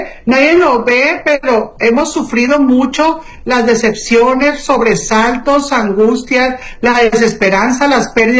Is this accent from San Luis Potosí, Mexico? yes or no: no; Sinaloa, Mexico; todos los sinaloenses que salimos todos los días